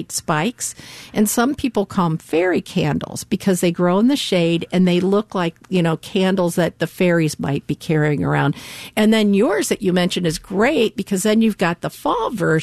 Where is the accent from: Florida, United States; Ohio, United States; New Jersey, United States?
Ohio, United States; I grew up in Ohio